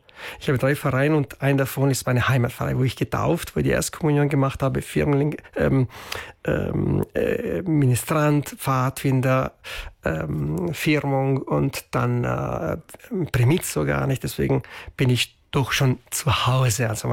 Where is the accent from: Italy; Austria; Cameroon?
Italy; Merano, Trentino-Alto Adige; ich bin ein Meraner, gell? Deswegen, ich bin gebürtig in Meran